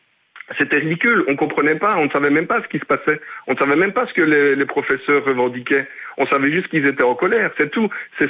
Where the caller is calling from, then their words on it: Liège, Wallonia, Belgium; je suis liégeois